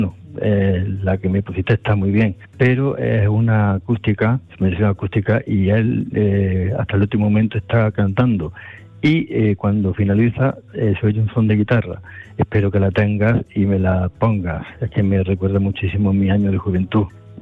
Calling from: Córdoba, Andalusia, Spain; Ah, Manolo querido, soy … de Córdoba otra vez

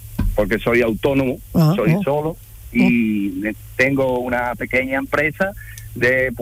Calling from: Seville, Andalusia, Spain; yo soy en Sevilla, concretamente en el barrio de Pino Montano.

